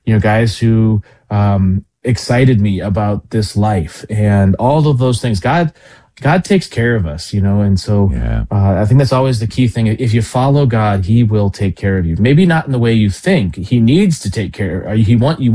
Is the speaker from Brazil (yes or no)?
no; St. Louis, Missouri, United States; my hometown of St. Louis